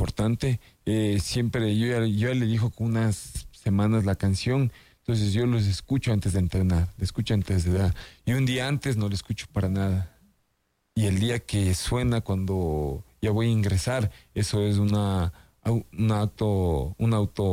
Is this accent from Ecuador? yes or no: yes; Ecuador; y que no, soy ecuatoriano, y algo bonito